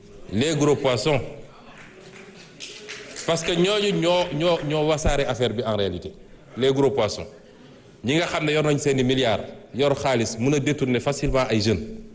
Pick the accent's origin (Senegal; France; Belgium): Senegal; Nous, au Sénégal